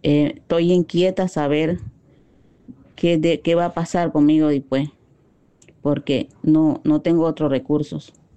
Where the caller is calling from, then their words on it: Colón, Panama; Soy de la Costa Abajo. Actualmente vivo en La Verbena, Colón. … Nací el 18 de noviembre de 68.